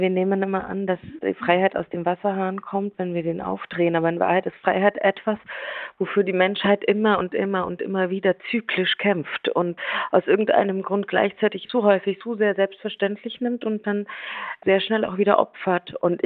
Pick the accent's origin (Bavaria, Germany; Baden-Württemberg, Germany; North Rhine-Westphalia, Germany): Bavaria, Germany; ich bin Exil-Ungarin, ein Teil von mir. Ich bin Bayerin und vor allen Dingen bin ich Europäerin